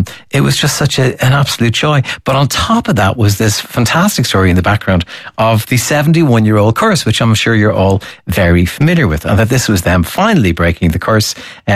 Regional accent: Ireland; And that's something that really is very ingrained in us as Irish people, isn't it?

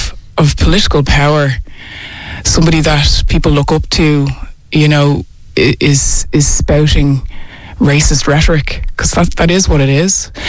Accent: Bray, Leinster, Ireland; accent: Irish; I sound Irish. I believe behave like an Irish person. I'm born and raised here in the 80s myself by an Irish mom. I grew up here, was educated here, played for my country across the world

